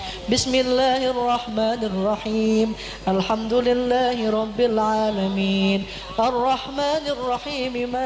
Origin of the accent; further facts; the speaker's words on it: Indonesia; في بلدنا اندونيسيا